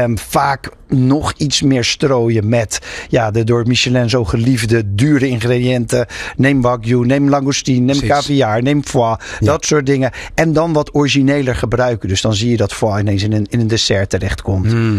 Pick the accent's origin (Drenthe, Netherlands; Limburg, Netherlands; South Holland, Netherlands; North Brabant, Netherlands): South Holland, Netherlands; Rotterdam; en dat zeg ik als Rotterdammer